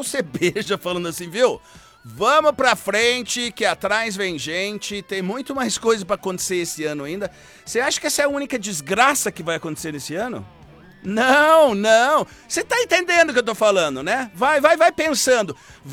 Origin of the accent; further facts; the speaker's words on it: Brazil; nós somos brasileiros, patriotas.